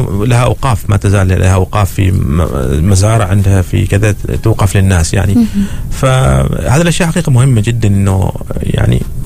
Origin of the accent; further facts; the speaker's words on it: Al Awabi, South Al Batinah, Oman; في منطقة استال في ولاية العوابي عندنا